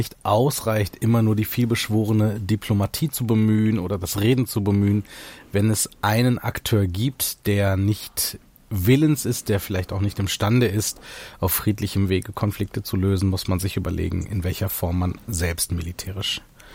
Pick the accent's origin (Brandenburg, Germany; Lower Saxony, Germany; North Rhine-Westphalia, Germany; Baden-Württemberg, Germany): North Rhine-Westphalia, Germany; Wuppertal; also born or lived in Sri Lanka; Ich bin Mitte der 80er in Sri Lanka geboren und bin mit meinen Eltern als Kriegsflüchtling nach Deutschland gekommen und bin in Wuppertal aufgewachsen.